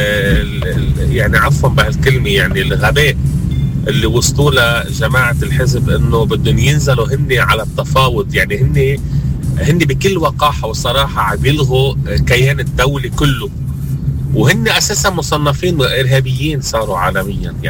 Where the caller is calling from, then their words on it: Lebanon; انا لبناني وبفتخر بلبنانيتي